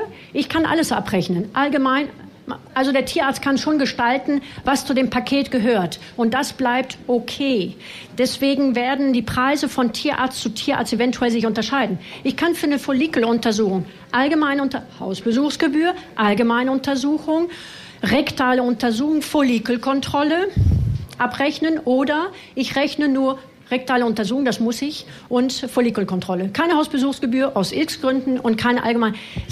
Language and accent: German; France; moved away; ich bin Französin